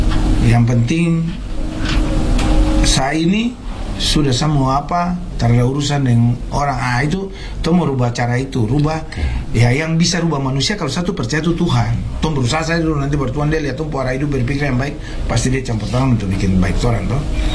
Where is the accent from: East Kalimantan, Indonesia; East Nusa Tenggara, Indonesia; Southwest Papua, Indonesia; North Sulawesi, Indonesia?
Southwest Papua, Indonesia; Sorong; Lu kan kita anak Sorong ini mau kemana saja, kita persatuan mau dirantau, di mana anak Sorong tuh kompak.